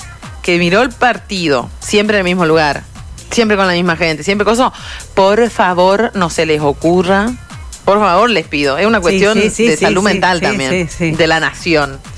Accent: Argentina

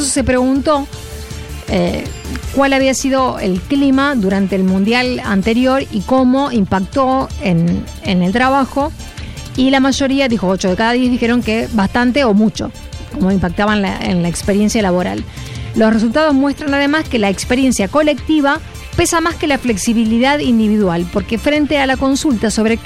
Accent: Argentina; De unirnos como argentinos

